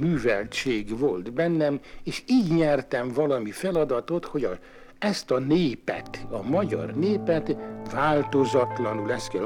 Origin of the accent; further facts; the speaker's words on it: Great Plain, Hungary; born there; moved away; Így jöttem én vissza, még fiatal fővel, kiskorúan, 23 és fél éves koromban Magyarországra, mivel én pusztai származék vagyok, szóval rögtön a puszt